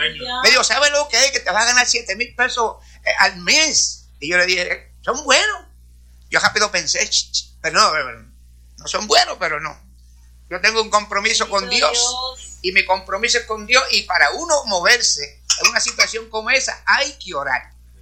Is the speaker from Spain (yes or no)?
no; Corozal, Puerto Rico; Yo fui el único del barrio Abras de Corozal que era cristiano.